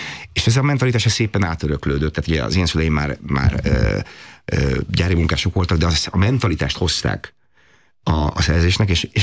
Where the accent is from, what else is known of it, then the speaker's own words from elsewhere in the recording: Sopron, Győr-Moson-Sopron, Hungary; én egy magyar paraszti családból származom, Sopronban nőttem fel